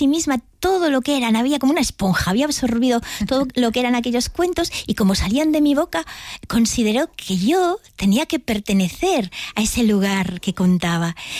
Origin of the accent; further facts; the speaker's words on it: Galicia, Spain; soy gallega y conozco un poquillo la tradición oral